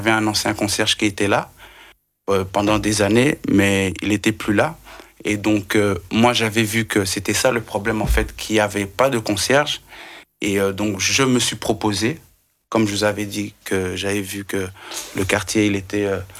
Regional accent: Belgium; vu que je suis belge.

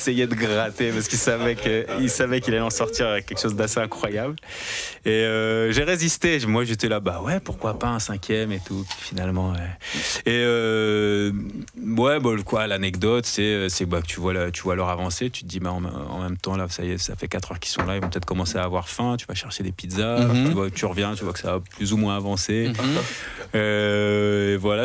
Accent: Paris, Île-de-France, France; born there; also born or lived in Honfleur; je suis parisien. Enfin, je suis né à Paris, mais mon daron avait cette maison à Honfleur où il allait passer sa retraite. Donc, comme je l'ai plus connu retraité qu'actif, j'ai passé beaucoup de temps à Honfleur.

